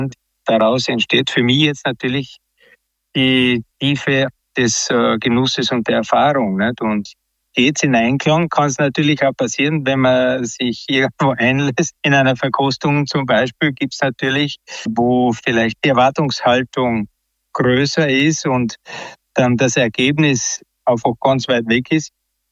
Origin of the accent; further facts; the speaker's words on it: Styria, Austria; born there; now in Klagenfurt, Austria; in Klagenfurt zu Hause, geboren in der Steiermark, nur in Kürze 67 Jahre jung.